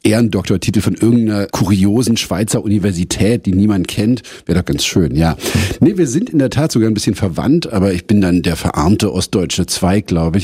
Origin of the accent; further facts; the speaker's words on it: Berlin, Germany; Ja, also ich war 7, als die Mauer fiel und ich bin davor in der Stargarder Straße aufgewachsen.